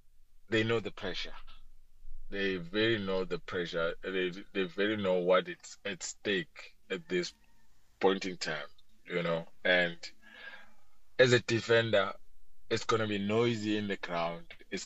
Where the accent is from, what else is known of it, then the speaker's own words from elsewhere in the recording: South Africa; I'm hoping as a South African